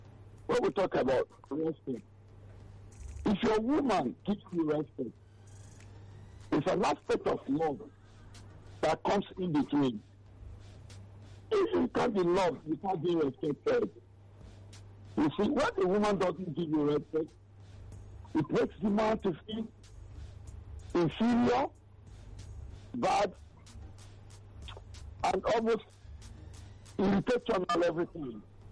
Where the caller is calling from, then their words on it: Lagos, Nigeria; I'm calling you from Lagos Island.